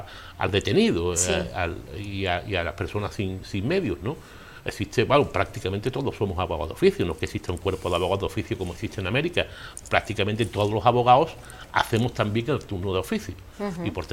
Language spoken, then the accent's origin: Spanish; Spain